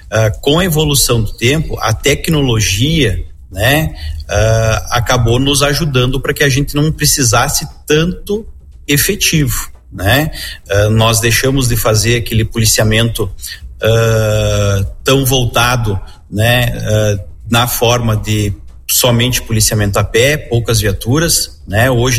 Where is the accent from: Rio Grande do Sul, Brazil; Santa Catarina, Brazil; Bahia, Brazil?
Rio Grande do Sul, Brazil; Passo Fundo; moved away as an adult; muito feliz por retornar à minha cidade natal